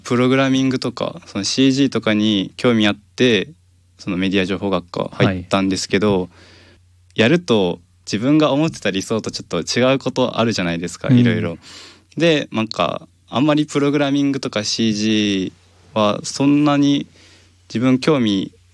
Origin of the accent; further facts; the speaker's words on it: Fukuoka, Japan; also born or lived in Oita / Okinawa; 私が両親がもともと沖縄の人で、父親の方が転勤族で、なので生まれが大分で、中学校まで福岡で育って、高校の3年間は沖縄に引っ越して沖縄で過ごしてみたいな。